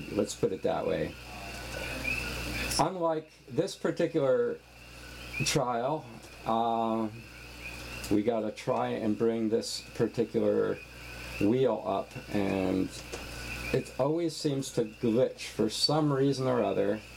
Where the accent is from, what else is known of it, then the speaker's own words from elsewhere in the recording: Philadelphia, Pennsylvania, United States; now in Hilo, United States; my hometown area, Philadelphia Eagles